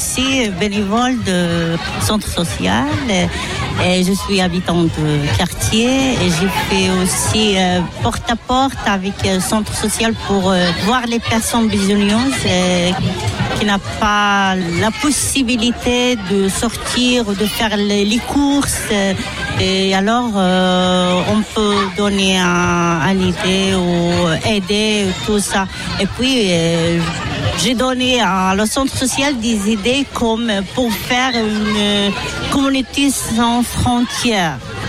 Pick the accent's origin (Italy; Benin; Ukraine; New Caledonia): Italy; French is a second language; now in France; je suis cuisinière en Italie. Je suis italienne.